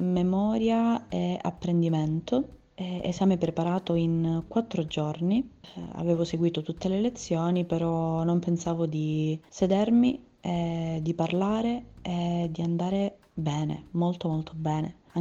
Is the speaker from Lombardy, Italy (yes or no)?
no; Catanzaro, Calabria, Italy; vengo da Catanzaro